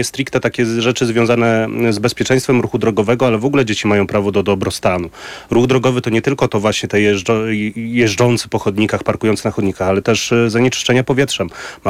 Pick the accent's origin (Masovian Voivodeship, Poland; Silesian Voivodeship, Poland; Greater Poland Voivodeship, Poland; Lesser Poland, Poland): Masovian Voivodeship, Poland; Warsaw; jestem z Warszawy, urodzonym warszawiakiem, więc podstawówkę miałem pod blokiem właściwie też